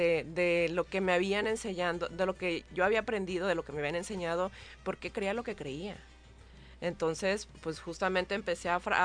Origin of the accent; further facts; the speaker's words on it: Acapulco, Guerrero, Mexico; Soy de aquí de Acapulco, muy orgullosamente acapulqueña.